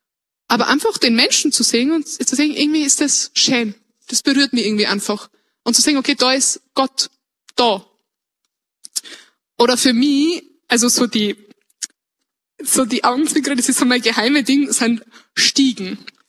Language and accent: German; Upper Austria, Austria; now in Vienna, Austria; als Oberösterreicher darf man jetzt nicht sagen, dass Wien schön ist.